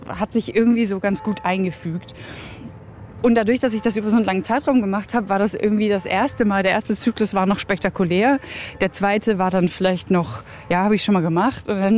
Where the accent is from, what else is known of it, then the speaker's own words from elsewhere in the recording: Germany; moved away as an adult; now in Basel, Switzerland; Ich komme aus Deutschland, wie man hört, und bin seit 2013 in der Schweiz, damals fürs Praktikum gekommen und dann einfach nie wieder gegangen.